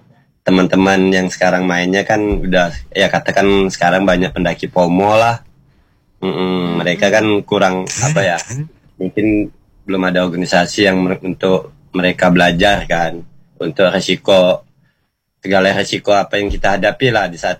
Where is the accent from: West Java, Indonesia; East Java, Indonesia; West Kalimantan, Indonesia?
West Kalimantan, Indonesia; Meliau District, Sanggau; now in Pontianak, Indonesia; Sekarang lagi di Pontianak nih. Cuman kita sih asli Kecamatan Meliau, Sanggau